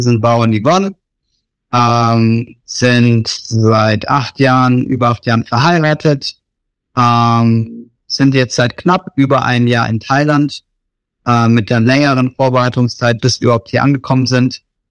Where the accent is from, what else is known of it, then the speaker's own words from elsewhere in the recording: Germany; born there; Also ich bin in Deutschland geboren.